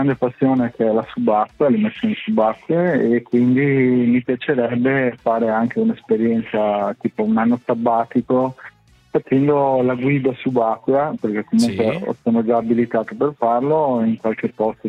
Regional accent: Merano, Trentino-Alto Adige, Italy; Io sono di Merano, in provincia di Bolzano.

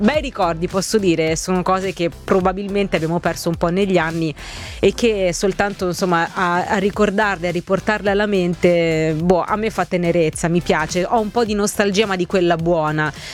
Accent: Frosinone, Lazio, Italy; quando ero piccolina io, anche nel mio di paese, che poi paese non è perché Frosinone è un capoluogo di provincia anche piuttosto abitato, quindi ci sono insomma 100.000 più o meno abitanti

